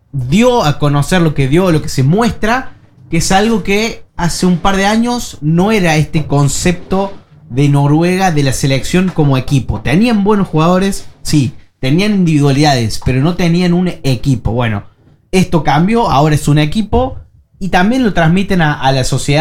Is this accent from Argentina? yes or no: yes; Argentina; now in Norway; algo muy parecido a como somos los argentinos